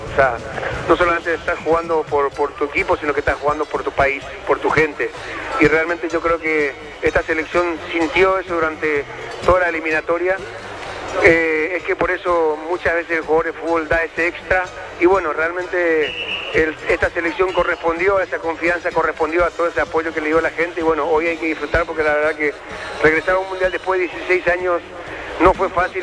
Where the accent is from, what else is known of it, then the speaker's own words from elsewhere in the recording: Paraguay; hoy somos más paraguayos que nunca